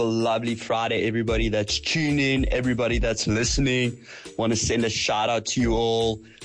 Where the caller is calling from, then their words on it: Jeffreys Bay, Eastern Cape, South Africa; I'm tuned in from the Eastern Cape, Jeffreys Bay. So it's raining here.